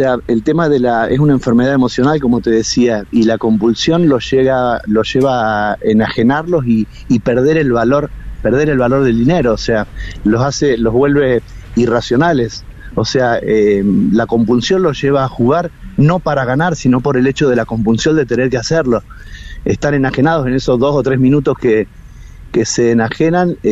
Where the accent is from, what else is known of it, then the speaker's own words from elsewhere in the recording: Rosario, Santa Fe, Argentina; somos de Rosario